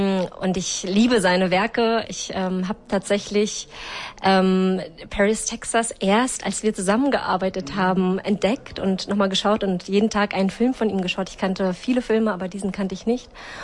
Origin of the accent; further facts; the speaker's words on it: Germany; die Beziehung zu den USA von uns Deutschen